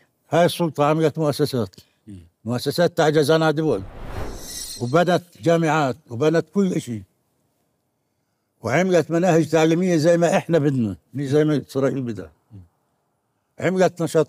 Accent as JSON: {"language": "Arabic", "country": "Palestine", "moved": "yes", "lives_now": "Syria", "said": "إحنا كشعب فلسطيني"}